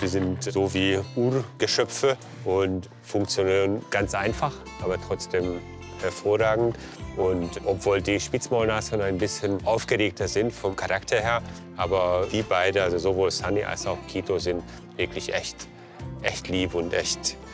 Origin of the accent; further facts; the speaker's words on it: Hungary; moved away as an adult; now in Hannover, Germany; Ich komme ursprünglich aus Ungarn.